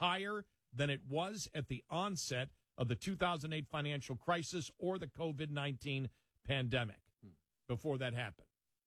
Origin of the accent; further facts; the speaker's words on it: Buffalo, New York, United States; And that's the weirdest thing growing up in Buffalo, that somebody who grew up in Buffalo, where the temperature probably now is 75 degrees